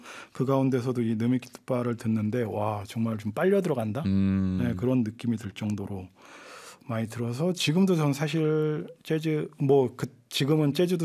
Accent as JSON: {"language": "Korean", "region": "Daejeon", "country": "South Korea", "tie": "born or raised there", "said": "대전 출신이어서"}